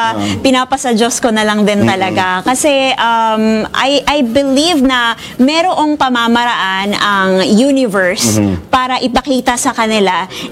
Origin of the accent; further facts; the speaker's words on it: Visayas, Philippines; Kaya nga nakakagalit sa akin bilang Bisaya.